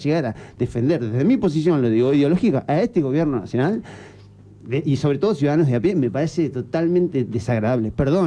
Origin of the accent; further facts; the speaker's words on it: Argentina; si somos argentinos vamos a otro país y nos cobran.